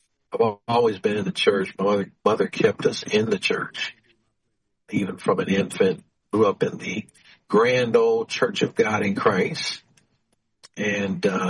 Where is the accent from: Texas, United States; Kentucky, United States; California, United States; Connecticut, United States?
Kentucky, United States; Louisville; born there; also born or lived in Muncie, Indiana; And, you know, I was born in Louisville, Kentucky.